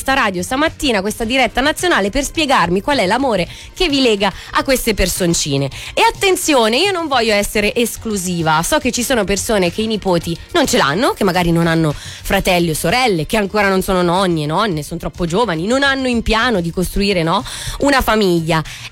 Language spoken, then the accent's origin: Italian; Tuscany, Italy; moved away; ma domani torno a casa in Toscana